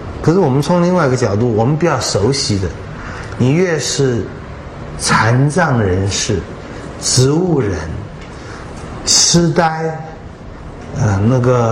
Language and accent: Chinese; China